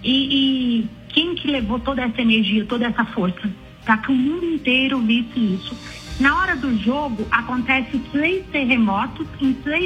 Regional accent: Brasília, Federal District, Brazil; born there; now in Balneário Camboriú, Brazil; Eu nasci em Brasília, no Distrito Federal.

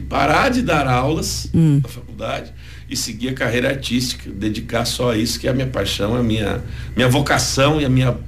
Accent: Triunfo, Rio Grande do Sul, Brazil; eu sou de Triunfo, e eu a vida inteira me envolvido com essa parte de ser tradição gaúcha, sempre envolvido com a tradição

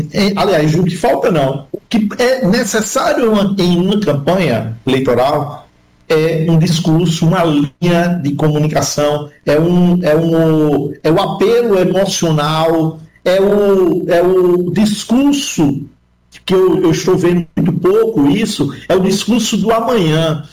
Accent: Northeast Region, Brazil; Então, todo nordestino tinha a figura de Eduardo Campos como uma pessoa nossa, de todos nós que somos do Norte e Nordeste.

